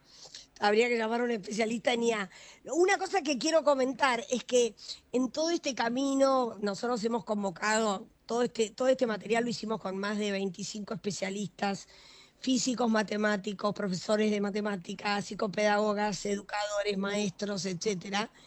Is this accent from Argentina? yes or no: yes; Argentina; estoy feliz de que somos argentinos y todo lo que tenemos los argentinos.